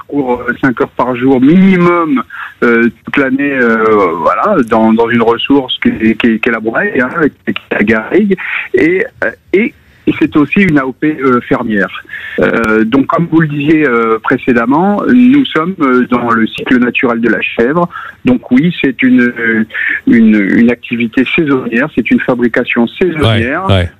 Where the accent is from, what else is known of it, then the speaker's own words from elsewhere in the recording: Lyon, Auvergne-Rhône-Alpes, France; moved away; je suis lyonnais d'origine